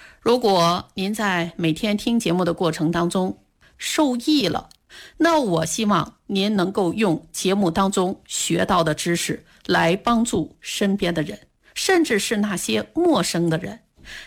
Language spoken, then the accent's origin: Chinese; Suzhou, Jiangsu, China; 出生在江苏苏州的木渎古镇。